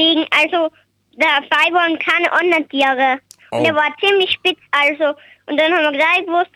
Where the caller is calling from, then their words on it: Carinthia, Austria; Also ich bin 6 Jahre alt und ich komme aus Kompendorf.